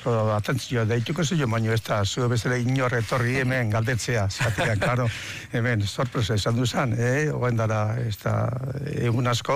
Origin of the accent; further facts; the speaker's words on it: Ergobia, Basque Country, Spain; Gu, ni Ergobikoa naiz. Ergobia da Astigarragako auzo bat